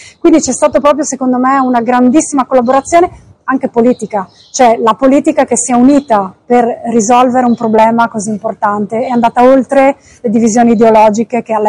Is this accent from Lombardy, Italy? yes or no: no; Gemona del Friuli, Friuli-Venezia Giulia, Italy; io sono originaria di Gemona del Friuli